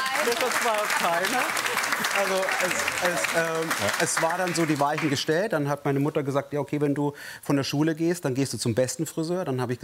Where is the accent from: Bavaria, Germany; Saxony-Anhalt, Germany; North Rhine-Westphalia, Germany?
Bavaria, Germany; Also ich komme aus Bayern